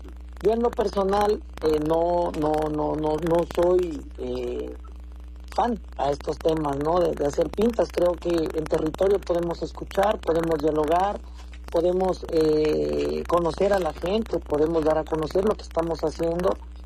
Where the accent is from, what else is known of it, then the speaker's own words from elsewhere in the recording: Chilpancingo, Guerrero, Mexico; Nacimos aquí, en Chilpancingo, que estudié la primaria, en la Escuela Morelos, la secundaria, Escuela Raimundo Barca Alarcón, el bachillerato en el Colegio de Bachilleros en plantel número 1, la facultad en la Universidad Autónoma de Guerrero.